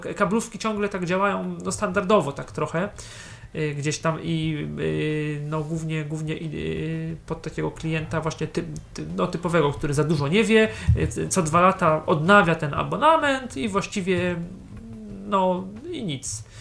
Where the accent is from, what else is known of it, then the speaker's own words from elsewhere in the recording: Poznań, Greater Poland Voivodeship, Poland; akurat u nas w Poznaniu